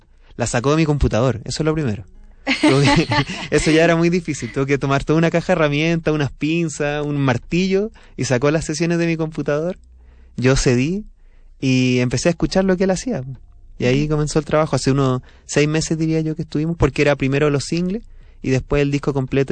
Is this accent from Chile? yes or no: yes; southern Chile, Chile; also born or lived in Santiago, Chile; now in Mexico City, Mexico; Yo no soy de Santiago, soy de un pueblo en el sur de Chile. Y llegué a Santiago